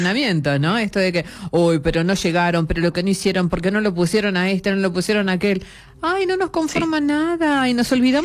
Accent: Argentina; Porque también somos, ¿no? Así como argentinos seres humanos, ¿no?

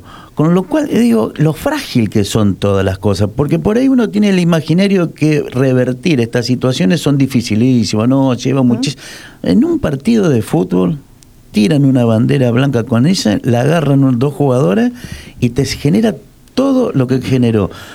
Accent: Argentina; No nos baja el precio a nosotros como argentinos

